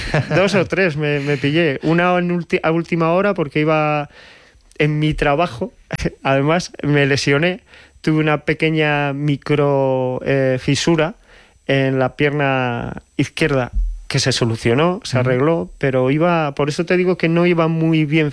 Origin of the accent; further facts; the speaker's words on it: Coín, Andalusia, Spain; mi pueblo, Coín, está a 80 kilómetros de Ronda.